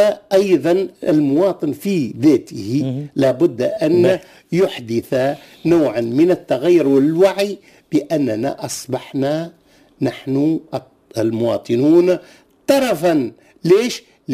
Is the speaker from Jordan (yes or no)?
no; South, Tunisia; انا ابن الجنوب وادرك ما اقول، حينما ارى منطقة المناجم على ما هي عليه